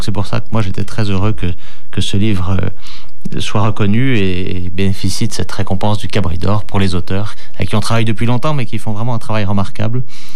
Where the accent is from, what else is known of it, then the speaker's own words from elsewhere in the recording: Occitanie, France; C'est-à-dire que je suis originaire, moi, des Cévennes. Donc je n'ai jamais vécu, mais j'y suis revenu enfant tous les étés.